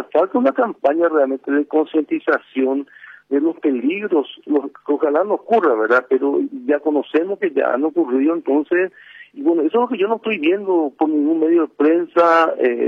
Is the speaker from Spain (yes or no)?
no; Paraguay; nosotros que somos, los paraguayos somos muy folclóricos